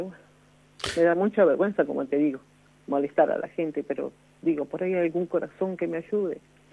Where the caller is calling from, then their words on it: Garín, Buenos Aires Province, Argentina; Sí, de acá de Garín.